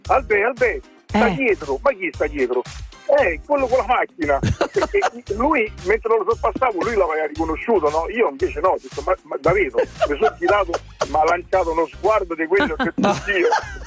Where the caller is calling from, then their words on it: Campania, Italy; io sono campano come voi, io sono dalla provincia di Salerno.